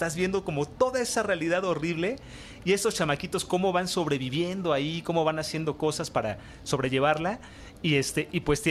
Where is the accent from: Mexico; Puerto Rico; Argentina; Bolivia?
Mexico